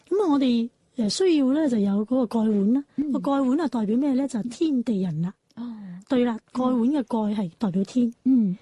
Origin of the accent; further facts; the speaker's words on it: Guangdong, China; 所以我哋嶺南人咧，廣東人咧，就將呢個茶文化帶到世界四面八方